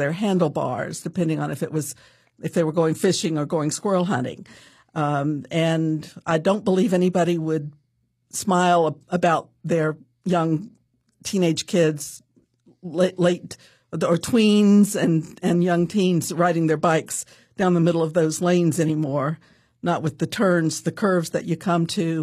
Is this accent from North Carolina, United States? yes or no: yes; North Carolina, United States; I grew up on Mount Carmel Church Road in Orange County as the crow flies, very close to where I live now, just across Edwards Mountain.